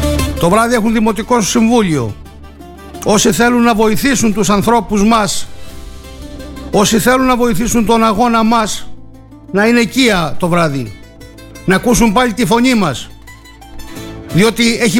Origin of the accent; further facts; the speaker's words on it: Greece; για μένα σαν Έλληνας?